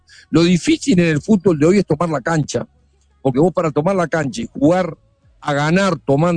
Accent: Uruguay; los uruguayos tenemos esa capacidad que lo fácil lo hacemos difícil. Y bueno, si no, no somos uruguayos.

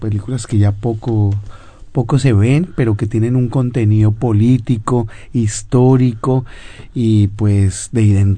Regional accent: Uruguay; moved away; Yo soy el uruguayo, ¿ta?

